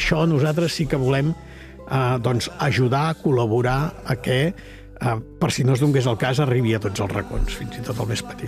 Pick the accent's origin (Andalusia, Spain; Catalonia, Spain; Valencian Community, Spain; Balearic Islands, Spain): Catalonia, Spain; Sant Jaume de Frontanyà, la meva comarca